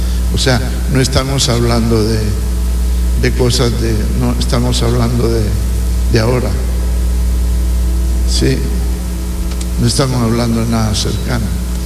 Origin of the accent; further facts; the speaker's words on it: Teculután, Zacapa, Guatemala; soy de Teculután